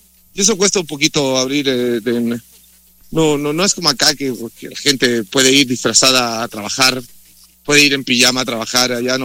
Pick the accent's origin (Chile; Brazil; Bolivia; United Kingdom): Chile; Santiago, Santiago Metropolitan Region; now in Mexico; Soy de Santiago, la ciudad que está más cerca de Valparaíso.